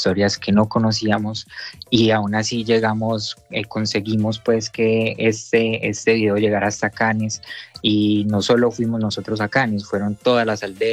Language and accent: Spanish; Colombia; bueno, nosotros somos de Colombia, conocemos la historia, conocemos los lugares, conocemos las personas, conocemos la gastronomía